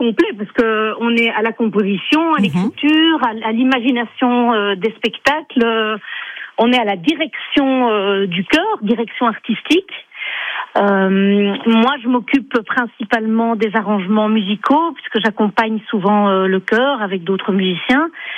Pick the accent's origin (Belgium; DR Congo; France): Belgium; Nous venons de Belgique.